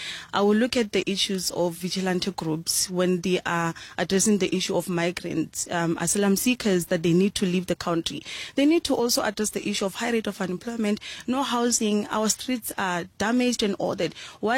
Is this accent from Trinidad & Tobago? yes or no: no; South Africa; I'm not agreeing with him as a South African of what he was saying